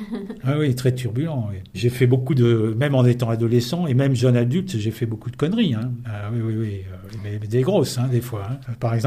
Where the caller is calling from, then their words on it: Paris, Île-de-France, France; chez nous, à Paris